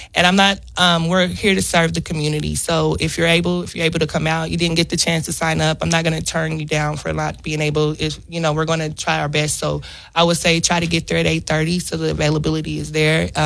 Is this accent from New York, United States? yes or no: no; Oklahoma City, Oklahoma, United States; also born or lived in Del City; I'm actually born and raised in Oklahoma City. So, And I was still residing in Del City at the time